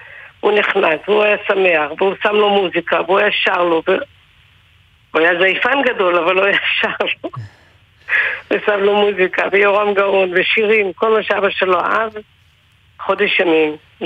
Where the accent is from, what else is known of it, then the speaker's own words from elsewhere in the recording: Jerusalem, Jerusalem District, Israel; אני כבר הייתי בגבעת התחמושת, גם גדלתי שם וגרתי שם